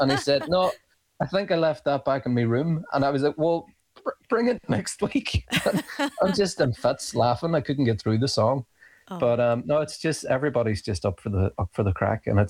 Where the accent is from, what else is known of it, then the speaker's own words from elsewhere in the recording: Derry, Northern Ireland, United Kingdom; now in Belfast, United Kingdom; So I'm a blow-in to Belfast. I'm from Derry.